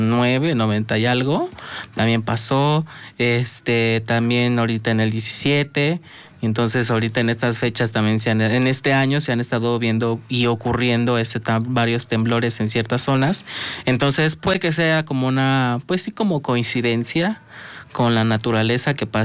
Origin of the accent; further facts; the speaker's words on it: Mexico; como mexicanos, como que no tenemos esa costumbre de aprender de nuestros errores